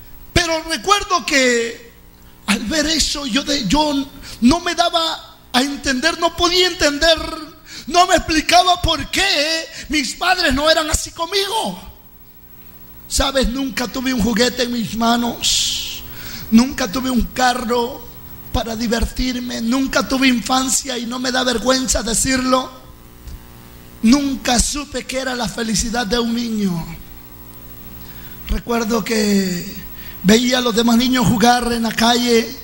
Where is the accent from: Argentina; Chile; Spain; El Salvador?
El Salvador; Cojutepeque, Cuscatlán; born there; me lleva para la ciudad de Cojutepeque, donde yo nací.